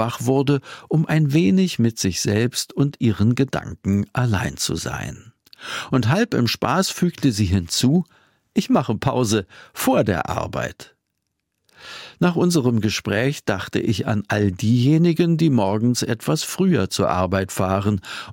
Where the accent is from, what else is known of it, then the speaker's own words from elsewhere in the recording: Kramfors, Västernorrland County, Sweden; moved away; Ich nenne Kramfors mein Zuhause, obwohl ich seit über 40 Jahren nicht mehr dort wohne.